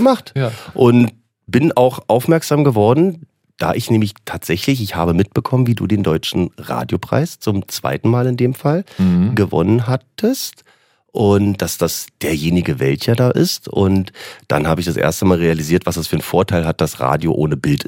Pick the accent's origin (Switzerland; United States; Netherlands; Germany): Germany; Berlin; also born or lived in Potsdam; Gebürtig bin ich Potsdamer. habe einfach eine sehr, sehr, sehr, sehr, sehr lange Zeit seit meiner frühesten Jugend eigentlich in Berlin verbracht und gelebt, dann später auch.